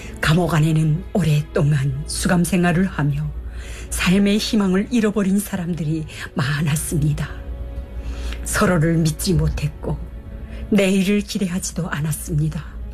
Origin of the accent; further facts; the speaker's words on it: North Hamgyong, North Korea; born there; moved away as an adult; 저는 북한 함경북도에서 태어나 가족을 위해 중국으로 탈북했지만 인신매매를 당했습니다.